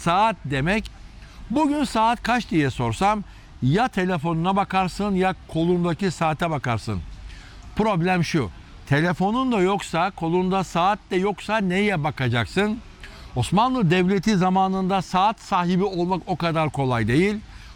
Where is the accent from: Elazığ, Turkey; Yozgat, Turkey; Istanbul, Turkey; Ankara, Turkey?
Istanbul, Turkey; Bir İstanbullu olarak itiraf ediyorum.